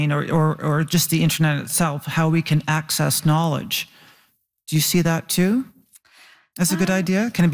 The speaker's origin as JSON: {"language": "English", "country": "Canada", "said": "I'm Canadian."}